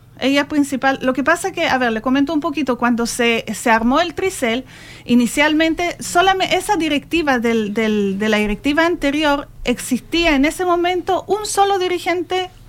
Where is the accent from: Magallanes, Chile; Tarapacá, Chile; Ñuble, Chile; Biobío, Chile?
Tarapacá, Chile; La Noria; Yo soy de La Noria, tengo a la tesorera que es de la UA de Canchones de La Tirana